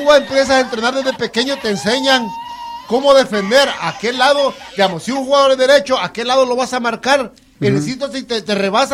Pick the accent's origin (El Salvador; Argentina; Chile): El Salvador; born there; moved away; Como salvadoreño, yo me alegré.